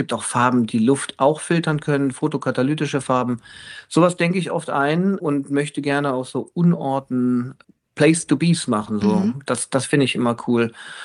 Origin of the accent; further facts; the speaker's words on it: Aachen, North Rhine-Westphalia, Germany; Das war in Aachen, wo ich herkomme, eine Protestaktion gegen den Bau eines Shoppingcenters